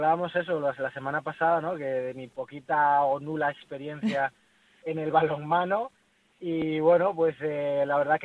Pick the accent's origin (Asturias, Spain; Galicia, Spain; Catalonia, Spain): Galicia, Spain; somos 5 gallegos